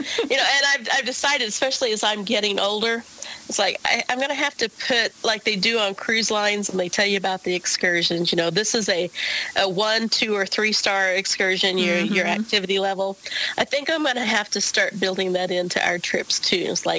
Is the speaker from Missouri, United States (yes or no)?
yes; Missouri, United States; moved away; also born or lived in Oklahoma; I was born and raised in Missouri, and so in southwestern corner of Missouri.